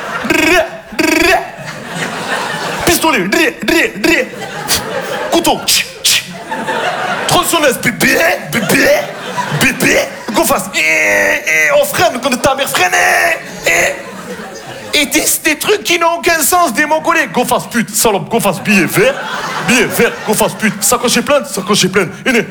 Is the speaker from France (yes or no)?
yes; Marseille, Provence-Alpes-Côte d'Azur, France